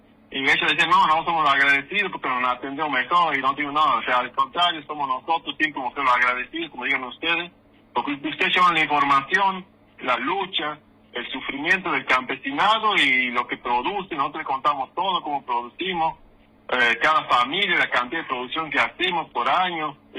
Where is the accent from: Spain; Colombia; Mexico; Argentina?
Argentina; Santiago del Estero; yo tengo 40 años, y vivo aquí en Pampato, en mi tierra natal, y nacido, mi criado